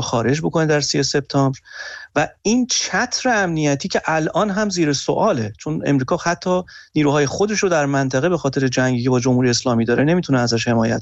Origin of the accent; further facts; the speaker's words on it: Iran; من به عنوان یک ایرانی